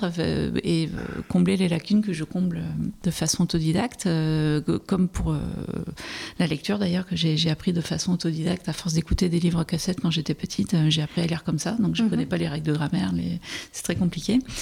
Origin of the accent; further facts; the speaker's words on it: Nouvelle-Aquitaine, France; j'ai grandi près de Bordeaux, dans un milieu populaire